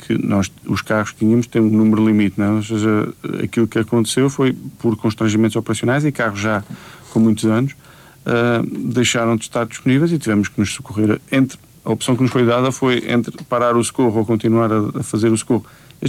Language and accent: Portuguese; Portugal; dos nossos, que nós, como portugueses, pagamos.